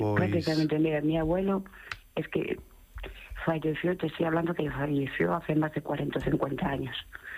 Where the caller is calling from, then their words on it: Vigo, Galicia, Spain; Uh-huh. Vivo en Vigo.